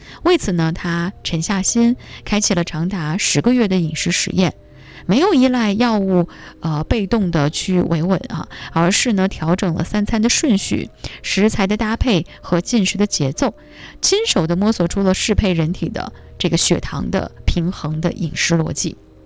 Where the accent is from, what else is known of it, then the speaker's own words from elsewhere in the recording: China; 我们中国人